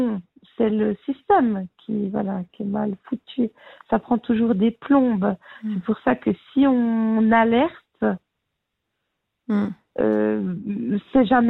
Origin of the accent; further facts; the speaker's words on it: Normandy, France; je suis normande.